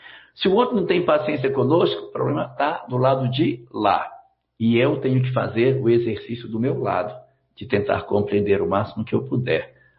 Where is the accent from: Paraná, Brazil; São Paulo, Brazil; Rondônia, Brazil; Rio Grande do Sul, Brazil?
Rondônia, Brazil; Cacoal; Eita, é da minha terra!